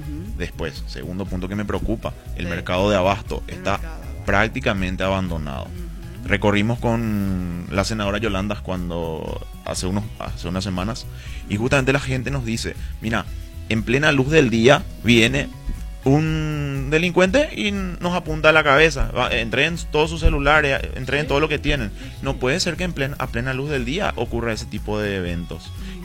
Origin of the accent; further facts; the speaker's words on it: Ciudad del Este, Alto Paraná, Paraguay; Nací en Ciudad del Este.